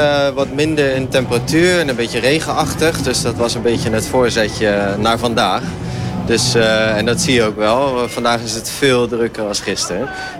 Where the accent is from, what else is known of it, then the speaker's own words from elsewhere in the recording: Rotterdam, South Holland, Netherlands; Dus ik kom uit Rotterdam, ik woon in Rotterdam.